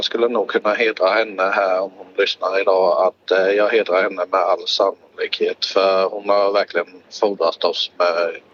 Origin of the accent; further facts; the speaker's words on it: Växjö, Kronoberg County, Sweden; Nej, jag är smålänning. Växjöbo, vet du.